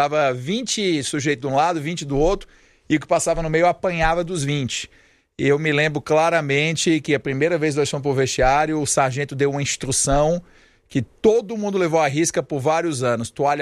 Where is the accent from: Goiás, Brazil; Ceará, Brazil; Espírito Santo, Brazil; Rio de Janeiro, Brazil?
Ceará, Brazil; É, eu sou cearense, certo? Eu já falei isso várias vezes no programa.